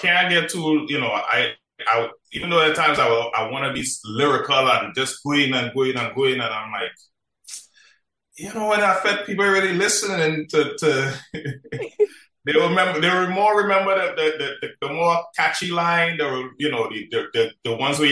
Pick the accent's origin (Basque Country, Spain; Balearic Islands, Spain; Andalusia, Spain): Andalusia, Spain; Marbella; Yeah, so I spent a couple of years up there. But growing up in Marabella, I wasn't really into the music like that.